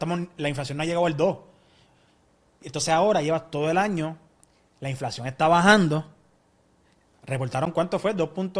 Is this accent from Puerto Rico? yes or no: yes; Puerto Rico; yo soy de Puerto Rico